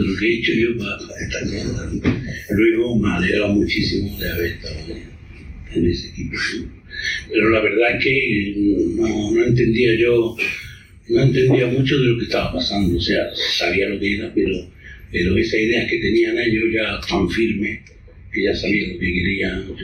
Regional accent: Granada, Andalusia, Spain; pero yo salí del Sagro Monte.

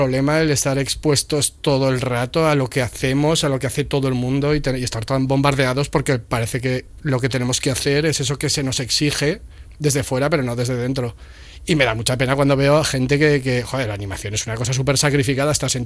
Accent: Logroño, La Rioja, Spain; moved away as an adult; now in Madrid, Spain; Él y yo somos de Logroño, en tercero de primaria nos pusieron juntos y desde ahí pues hemos estado siempre muy, muy juntos. O sea, en plan, estudiamos el bachillerato artístico, vinimos a Madrid a estudiar diseño gráfico

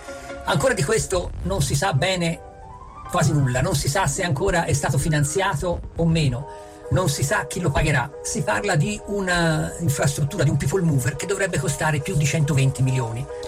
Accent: Florence, Tuscany, Italy; Ripeto, non che la cosa ci preoccupi come fiorentini

